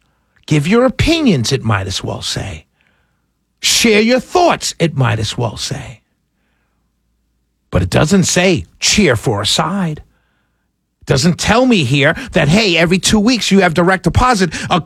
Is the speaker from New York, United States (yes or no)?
yes; New York City, New York, United States; born or raised there; now in Atlanta, United States